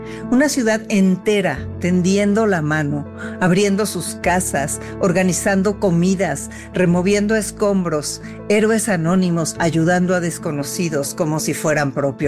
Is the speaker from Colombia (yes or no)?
no; Mexico